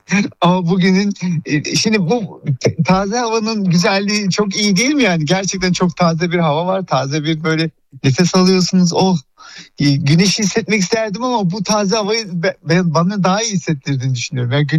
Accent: Black Sea Region, Turkey; now in Istanbul, Turkey; Bir Karadenizli olarak tam Karadeniz havası bu İstanbul'da yaşadığımız.

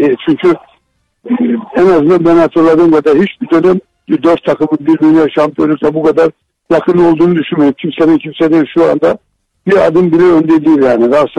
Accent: Trabzon, Turkey; Bana göre bir Trabzonlu olarak

